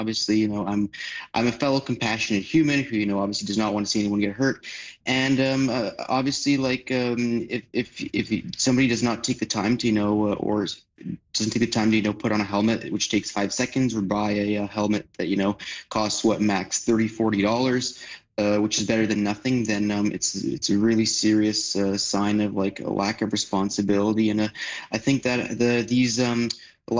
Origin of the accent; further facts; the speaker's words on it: Vancouver, British Columbia, Canada; now in Poland; Greetings to Vancouver, my hometown from Poland.